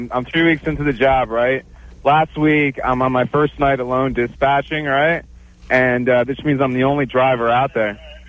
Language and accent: English; Ithaca, New York, United States; I'm from Ithaca, New York, to begin with.